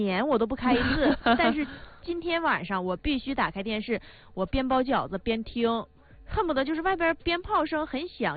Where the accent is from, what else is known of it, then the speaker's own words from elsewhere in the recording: Northeast China, China; 我们东北人